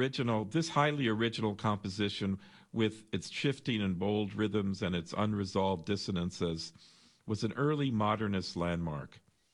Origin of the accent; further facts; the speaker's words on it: Los Angeles, California, United States; my hometown of Los Angeles.